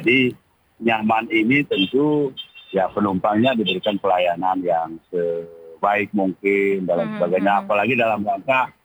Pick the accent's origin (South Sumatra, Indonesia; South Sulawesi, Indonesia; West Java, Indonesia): South Sumatra, Indonesia; Palembang; Jadi itu tantangan kami orang Palembang itu kepada pemerintah khususnya sekuler kami.